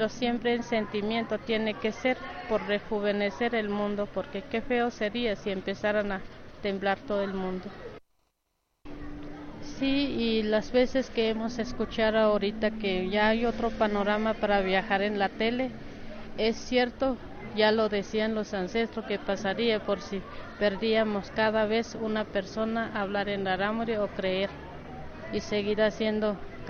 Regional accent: Mexico; si estamos como migrantes, a veces nos dicen regrésense a su tierra, sabiendo que nosotros somos los dueños del México

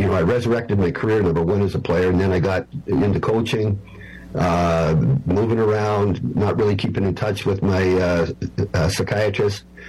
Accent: Canada; I know, but it was American beer, and I'm Canadian, so

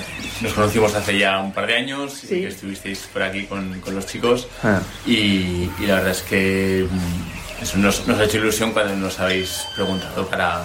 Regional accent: Santoña, Cantabria, Spain

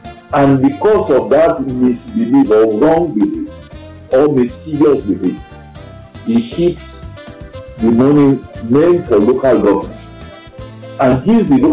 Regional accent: Oyo, Nigeria; my hometown of Shapi

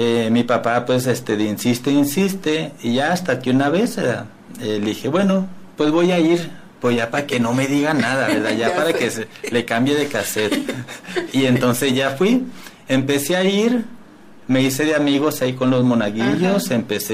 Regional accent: Ciudad Juárez, Chihuahua, Mexico; Muy bien, bueno, soy originario, nativo de aquí de Ciudad Juárez, de mi papá, que es, soy hijo, el primogénito, el primero del segundo matrimonio de mi papá.

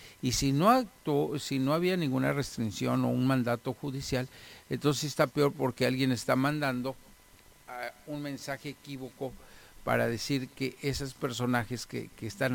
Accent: Mexico; cómo nos unimos como mexicanos

